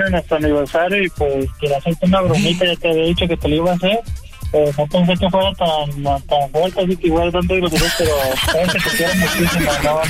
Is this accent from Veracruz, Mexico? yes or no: no; Guadalajara, Jalisco, Mexico; Sabes que yo soy como de Guadalajara, caballeros, ¿no?